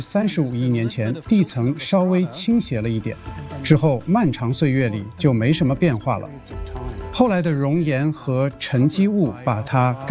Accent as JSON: {"language": "Chinese", "country": "Canada", "tie": "born or raised there", "moved": "yes", "said": "我在加拿大长大，从小就接触户外露营"}